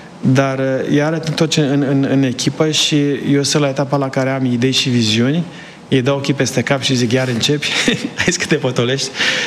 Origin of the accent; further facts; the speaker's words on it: Sibiu County, Romania; now in United States; Sunt de lângă Sibiu. Am stat lângă Copșa mică